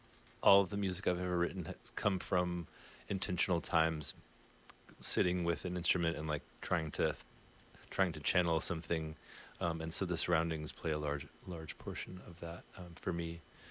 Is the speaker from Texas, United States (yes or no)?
yes; Austin, Texas, United States; moved away as an adult; also born or lived in San Diego, California; now in Los Angeles, United States; I was born in Southern California in San Diego, and then spent most of my adolescence in Texas, and lived in Austin, Texas for a long time.